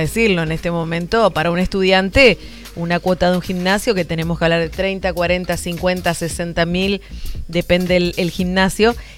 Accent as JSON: {"language": "Spanish", "town": "Reconquista", "region": "Santa Fe", "country": "Argentina"}